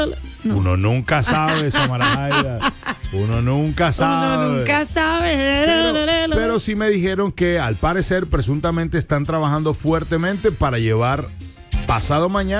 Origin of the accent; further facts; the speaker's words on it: Colombia; A celebrar que somos colombianos.